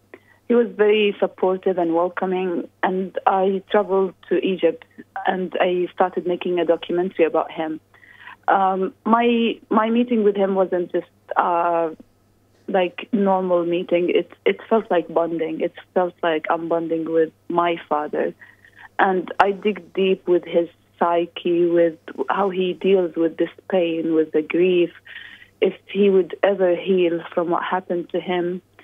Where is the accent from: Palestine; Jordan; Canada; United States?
Jordan; now in Australia; me as a Palestinian who was born and raised in Jordan